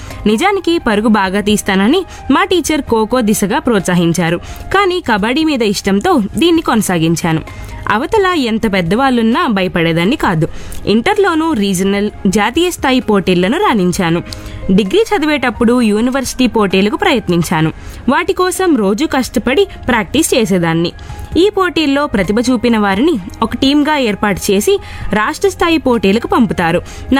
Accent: Telangana, India; మాది రంగారెడ్డి జిల్లా వ్యవసాయ కుటుంబం.

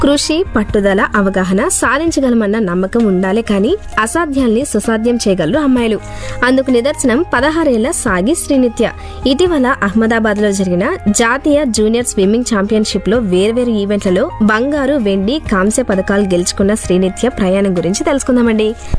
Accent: Visakhapatnam, Andhra Pradesh, India; now in Bachupally, India; మాది విశాఖపట్నం.

